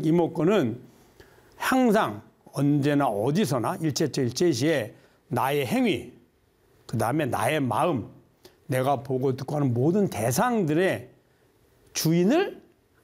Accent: Gyeongsang, South Korea; accent: Gyeongsang dialect; 저 우리 경상도 사투리가 섞여 있습니다.

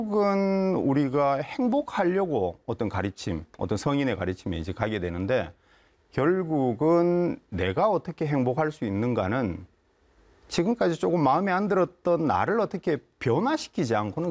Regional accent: Yeongju, North Gyeongsang, South Korea; 저는 이제 어디 가서 이 사투리가 꼭 티가 나서 저는 경북 영주가 제 고향입니다.

